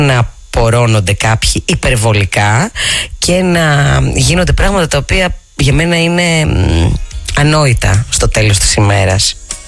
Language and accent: Greek; Thessaloniki, Central Macedonia, Greece; σπίτι, το έχω πει πολλές φορές, είναι στην Κάτω Τούμπα στη Θεσσαλονίκη. Κάτι το οποίο σημαίνει ότι μεγάλωσα στην Τούμπα και δεν είμαι ΠΑΟΚ.